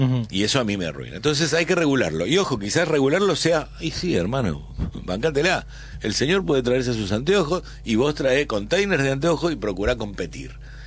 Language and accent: Spanish; Argentina; Nos lo tenemos que preguntar como argentinos.